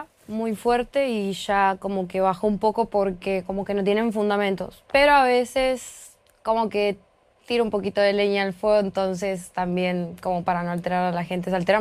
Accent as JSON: {"language": "Spanish", "region": "Buenos Aires", "country": "Argentina", "said": "Yo, de Mataderos."}